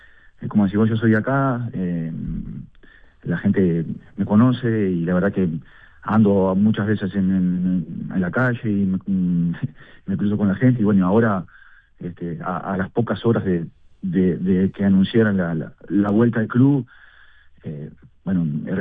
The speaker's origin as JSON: {"language": "Spanish", "town": "Noblía", "region": "Cerro Largo", "country": "Uruguay", "moved": "yes", "said": "yo soy de Noblía, con mucho orgullo."}